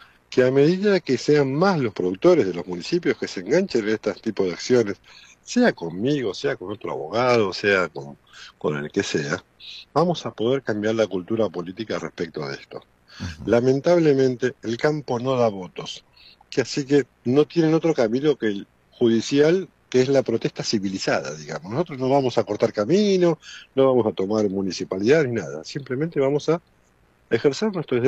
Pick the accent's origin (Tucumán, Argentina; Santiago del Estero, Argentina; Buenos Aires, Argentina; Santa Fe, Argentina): Buenos Aires, Argentina; yo soy de Capital Federal